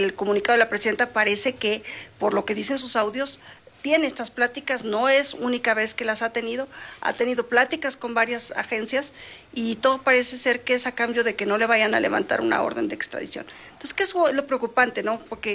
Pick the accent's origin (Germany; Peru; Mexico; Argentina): Mexico